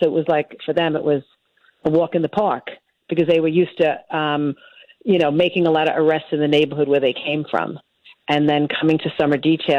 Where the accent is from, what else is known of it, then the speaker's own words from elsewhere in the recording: Brooklyn, New York, United States; I grew up in Brooklyn, and, I didn't take any nonsense from anyone.